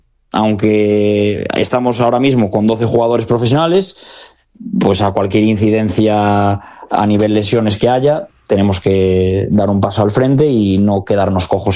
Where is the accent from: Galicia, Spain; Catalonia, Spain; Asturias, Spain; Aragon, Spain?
Galicia, Spain; Pues como buen gallego te diré que depende